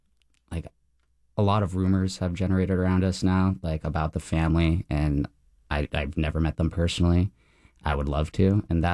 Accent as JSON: {"language": "English", "town": "Largo", "region": "Florida", "country": "United States", "tie": "born or raised there", "also_born_or_lived": "St. Petersburg, Florida / Brazil", "said": "So my parents moved to St. Pete pretty much right when I got born. I was born in St. Pete. My dad took me there a few times. Then we moved to Largo."}